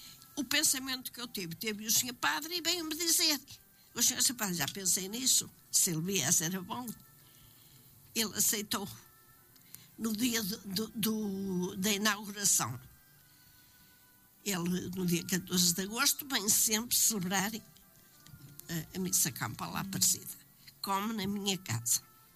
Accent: Porto, Norte, Portugal; E eu gosto do Porto e sou do Porto, mas eu sabia lá quem era o João Pinto.

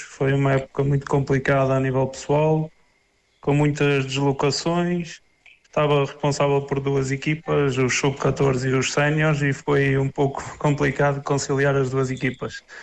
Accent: Penafiel, Norte, Portugal; moved away as an adult; Eu sou da zona do norte, sou de Nafiel, zona do Porto, trabalho em Barrancos

